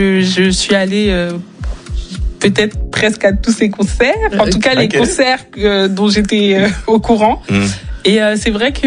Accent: Aulnay-sous-Bois, Île-de-France, France; moi je suis une jeune femme noire. Mm-hmm. J'ai grandi à Aulnay-sous-Bois.

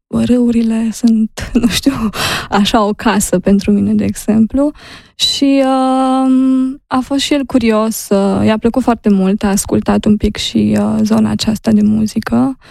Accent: Maramureș County, Romania; Și i-am povestit ce înseamnă pentru noi partea asta de am crescut acolo, în Maramureș, și bunicii noștri ne cântau.

